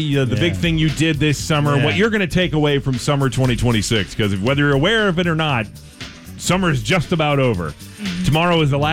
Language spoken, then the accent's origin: English; Utah, United States; We're from Utah.